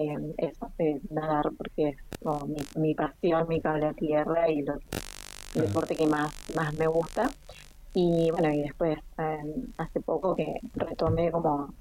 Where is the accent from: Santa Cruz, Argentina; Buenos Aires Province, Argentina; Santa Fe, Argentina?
Santa Cruz, Argentina; Caleta Olivia; born there; Mis papás no, yo y mis hermanos sí, nacimos todos en Caleta. Mis papás son de Santiago del Estero y de Córdoba.